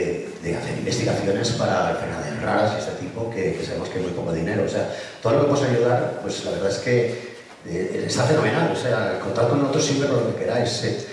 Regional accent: Benetússer, Valencian Community, Spain; yo soy de Benetuse, soy un pueblo de al lado de Valencia

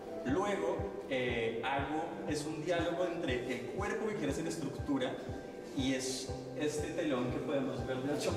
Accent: Bogotá, Colombia; soy de Bogotá, Colombia.

